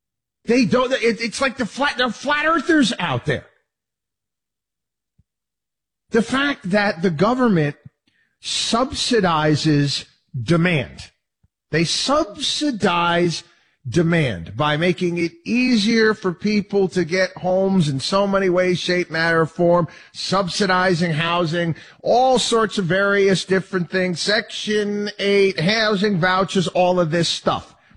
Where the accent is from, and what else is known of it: Albany, New York, United States; born or raised there